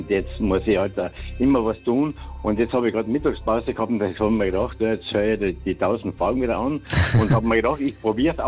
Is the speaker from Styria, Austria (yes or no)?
no; Hart, Carinthia, Austria; Und ich bin ja nach 53 Jahren wieder zurück in meine Heimat gezogen, nach Hart bei Lavamünd.